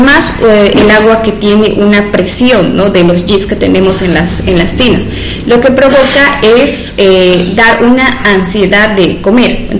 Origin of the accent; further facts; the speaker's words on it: Trinidad, Beni, Bolivia; nuestra hermosa ciudad de Trinidad